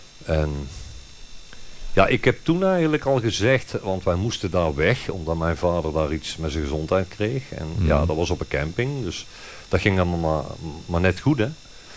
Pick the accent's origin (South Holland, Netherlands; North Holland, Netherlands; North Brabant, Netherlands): North Brabant, Netherlands; Oosterhout; Ik ben van Brabant.